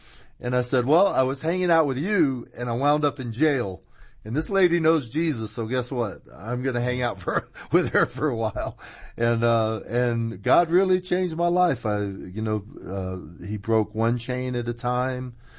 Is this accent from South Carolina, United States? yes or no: no; Tampa, Florida, United States; I was raised in Tampa.